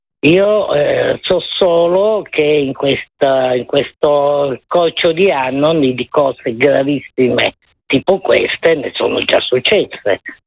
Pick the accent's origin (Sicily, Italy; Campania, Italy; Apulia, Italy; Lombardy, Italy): Lombardy, Italy; Milan; perché se no io sono una milanese di prima, una siciliana di prima generazione a Milano.